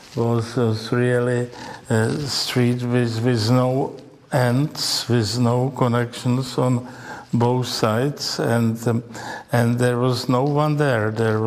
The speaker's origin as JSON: {"language": "English", "region": "Prague", "country": "Czechia", "tie": "born or raised there", "said": "So I moved when I was 30 years old. I moved from Vinohrady to Prosek, which was for me at that time almost an unknown part somewhere in the north of Prague."}